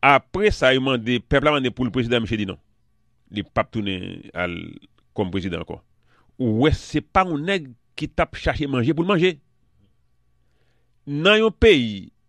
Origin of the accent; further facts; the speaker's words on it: Haiti; Parallèle à ça, je suis haïtien en général.